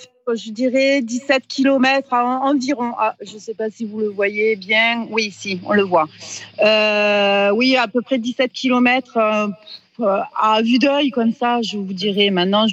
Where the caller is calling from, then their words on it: Brignoles, Provence-Alpes-Côte d'Azur, France; sur Brignoles, où j'habite le quartier derrière, ou du moins en face.